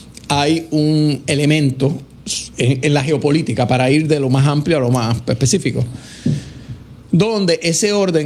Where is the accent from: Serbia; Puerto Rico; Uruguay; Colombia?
Puerto Rico; en Puerto Rico tenemos el tax local más alto de todo el sistema federal